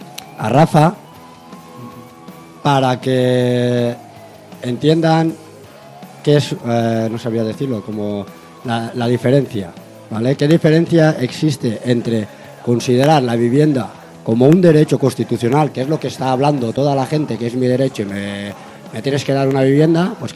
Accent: Valencia, Valencian Community, Spain; Yo soy de Valencia

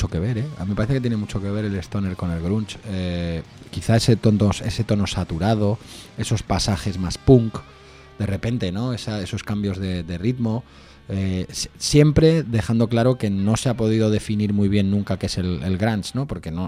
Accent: Spain; Somos españoles

